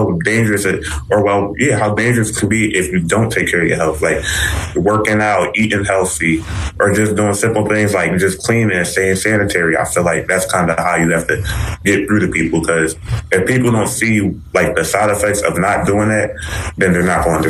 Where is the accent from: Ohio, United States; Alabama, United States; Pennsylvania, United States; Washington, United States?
Pennsylvania, United States; Philadelphia; I'm from West Philly